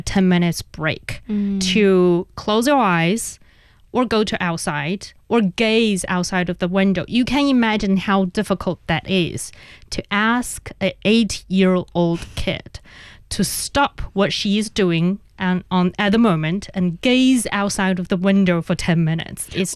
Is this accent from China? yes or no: yes; Inner Mongolia, China; Yeah, I'm from Inner Mongolia.